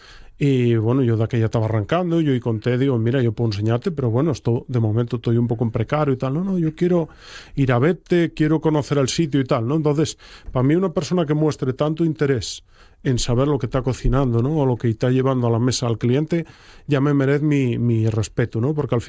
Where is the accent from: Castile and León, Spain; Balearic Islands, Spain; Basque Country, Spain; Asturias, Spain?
Asturias, Spain; Oviedo; moved away as an adult; Yo nací en Oviedo y críame en Oviedo y pasé toda la vida en Oviedo hasta los 27 o 28.